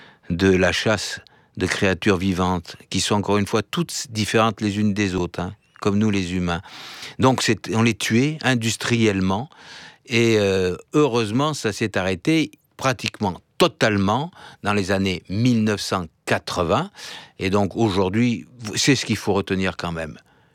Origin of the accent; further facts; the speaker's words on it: France; les premiers hommes, au Moyen-Âge, chez nous, en France, les baleines qui s'échouaient, on les mangeait.